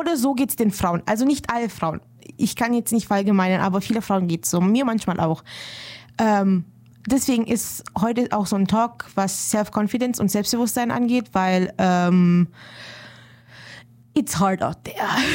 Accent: Romania; moved away; ich komme aus dem Balkan, ich komme aus Rumänien.

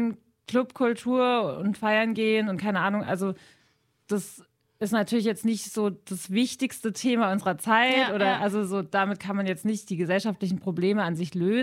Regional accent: Karlsruhe, Baden-Württemberg, Germany; now in Stuttgart, Germany; ich komme aus Karlsruhe ursprünglich

